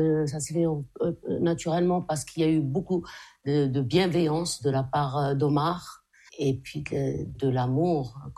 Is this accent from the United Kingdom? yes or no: no; Algeria; moved away; parce que moi j'ai quitté l'Algérie jeune.